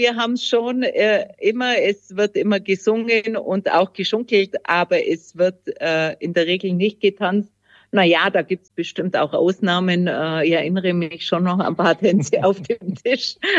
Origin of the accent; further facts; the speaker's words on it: Allgäu, Germany; Wir sind ja Allgäuer, also essen wir Allgäuer Kässpatzen.